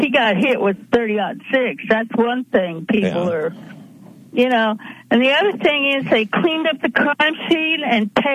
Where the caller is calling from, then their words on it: Kansas, United States; … in Kansas.